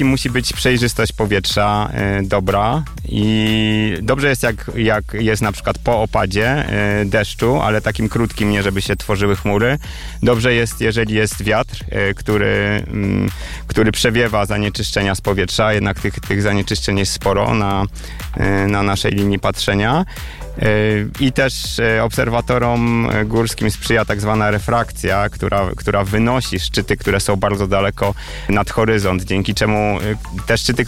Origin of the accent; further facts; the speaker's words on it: Warsaw, Masovian Voivodeship, Poland; moved away as an adult; now in Bielsko-Biała, Poland; Ja jestem warszawiakiem, pochodzę z Warszawy, ale w wieku 30 lat się przeprowadziłem do Bielska Białej i wrzeniłem się w te tereny po prostu za żoną, która stąd pochodzi.